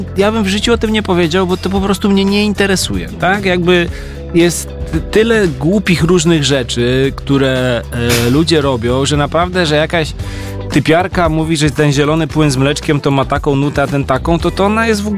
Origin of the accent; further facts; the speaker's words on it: Warsaw, Masovian Voivodeship, Poland; No bo ja jestem z Warszawy.